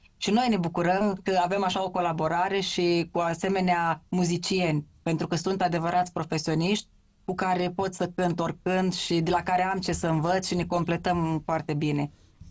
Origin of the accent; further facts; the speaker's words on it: Sadova, Suceava County, Romania; sunt fată din Sadova.